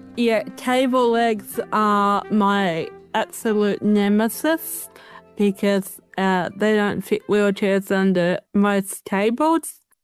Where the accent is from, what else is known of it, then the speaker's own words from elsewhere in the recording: New South Wales, Australia; I mean, I'm from the Hunter Valley, Sam. I love food.